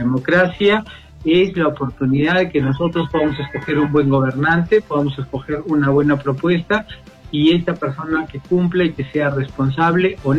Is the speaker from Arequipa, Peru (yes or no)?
yes; Yanahuara, Arequipa, Peru; soy un hijo de Yanahuara